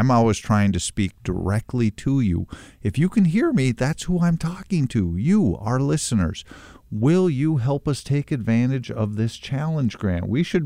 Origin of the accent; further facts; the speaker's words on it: England, United Kingdom; I'm an English guy, not great with math, so you can call in and make fun of my mathematical skills.